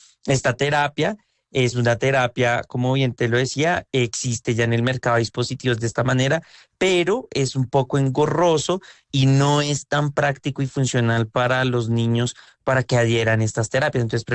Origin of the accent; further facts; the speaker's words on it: Colombia; como buen colombiano, recursivos e ingeniosos, desarrollamos esa tecnología desde aquí, desde Colombia